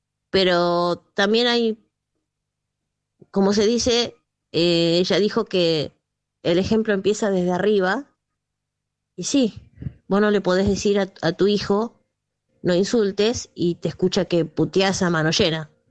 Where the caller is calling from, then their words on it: Caballito, Buenos Aires, Argentina; de Caballito.